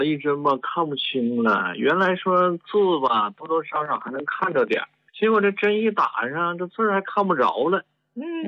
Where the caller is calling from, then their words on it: Jilin, China; 这个我这头是吉林的